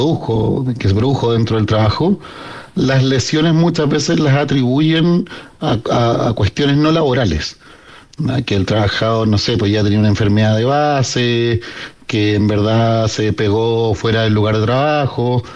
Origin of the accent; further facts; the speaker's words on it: Punta Arenas, Magallanes and Chilean Antarctica, Chile; Yo soy de Punta Arenas.